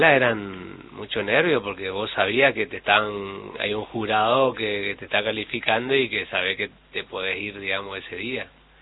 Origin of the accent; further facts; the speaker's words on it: Chaco, Argentina; No, por favor, yo vengo del Chaco.